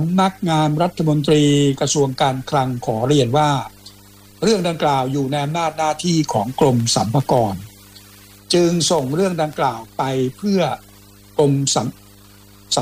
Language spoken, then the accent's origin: Thai; Hua Ro, Phra Nakhon Si Ayutthaya, Thailand; ใช่เด็กหัวรอ